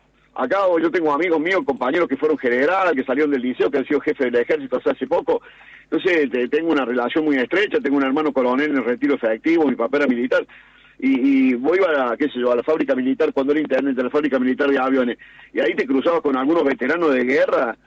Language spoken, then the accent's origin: Spanish; Argentina; es una demostración cabal de lo jodidos que somos los argentinos.